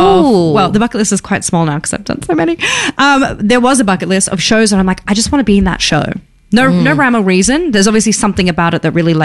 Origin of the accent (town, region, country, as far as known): Australia; moved away